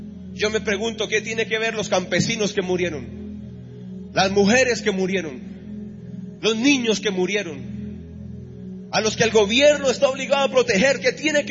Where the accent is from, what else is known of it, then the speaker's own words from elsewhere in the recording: Colombia; Como papá, como colombiano, yo quisiera que ese grupo de las FARC se desarmara mañana mismo.